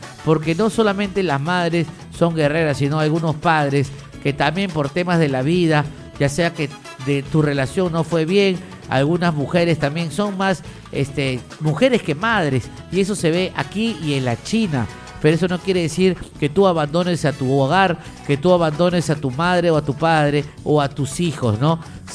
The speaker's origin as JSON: {"language": "Spanish", "town": "Jesús María", "region": "Lima", "country": "Peru", "tie": "born or raised there", "said": "yo también nací en Jesús María. Yo soy de Jesús María, o sea que yo también soy Jesús Mariano."}